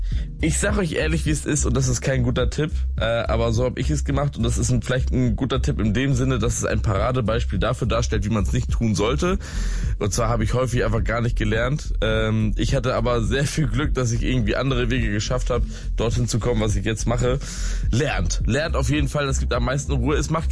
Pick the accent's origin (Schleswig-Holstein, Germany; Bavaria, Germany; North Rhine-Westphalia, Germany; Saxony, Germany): Schleswig-Holstein, Germany; Lübeck; denn ich komme ja gebürtig aus Lübeck, aus Norddeutschland.